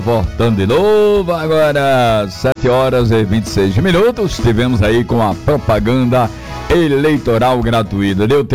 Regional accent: Terra Vermelha, Brazil; born there; moved away; Lá na minha terra, em Terra Vermelha

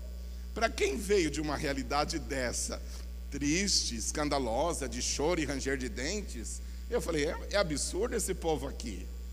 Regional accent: São Paulo, Brazil; moved away; Eu sou paulistano.

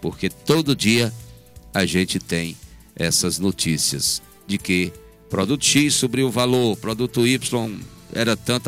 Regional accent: Brazil; nós somos brasileiros

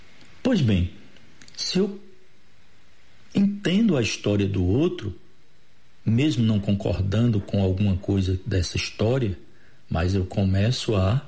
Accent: Pernambuco, Brazil; A gente é de uma região do Agreste, do Sertão, que sofre com a seca.

